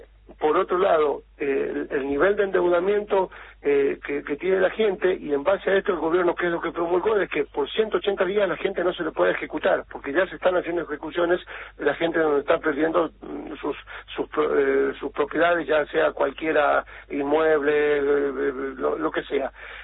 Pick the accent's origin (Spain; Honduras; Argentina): Argentina; La Rioja; hablo como riojano